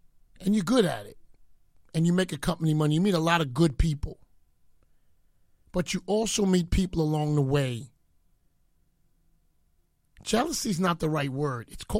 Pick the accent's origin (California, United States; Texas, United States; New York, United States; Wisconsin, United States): New York, United States; Bronx; I'm a Leo. I'm from the Bronx. I go at you, and I'm Jamaican.